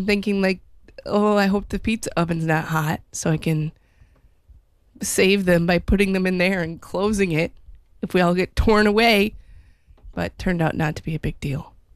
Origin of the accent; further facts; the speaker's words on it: Wisconsin, United States; moved away; I'm from Wisconsin, where most of my, like, a portion of my town was ripped apart by a tornado when I was a kid.